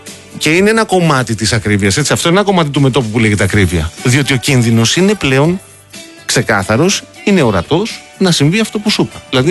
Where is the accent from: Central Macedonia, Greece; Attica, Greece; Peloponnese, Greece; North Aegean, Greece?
Peloponnese, Greece; κατάγομαι από την Νότια Πελοπόννησο